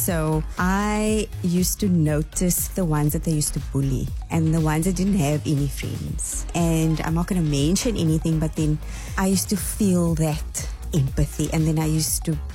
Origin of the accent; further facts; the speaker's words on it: Bellville, Western Cape, South Africa; I grew up in Glen Haven, Bellville. I was born in Cape Town and then moved to Kells River when I was about, say, six, seven years old.